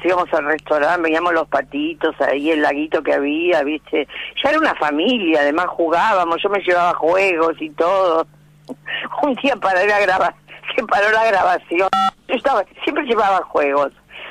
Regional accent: Mar del Plata, Buenos Aires Province, Argentina; Sí, hice hasta el secundario y empecé la universidad

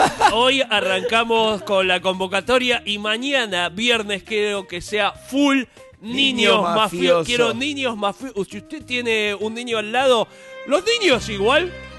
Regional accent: Argentina

